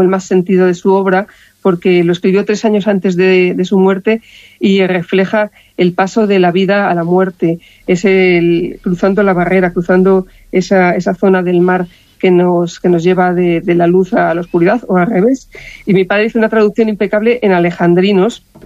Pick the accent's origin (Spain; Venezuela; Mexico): Spain; Ávila, Castile and León; moved away as an adult; now in Madrid, Spain; aunque ahora estamos en Madrid, pero nuestra vinculación con Ávila sigue muy latente y lo va a seguir siendo, porque Ávila sigue siendo mi tierra, mi casa.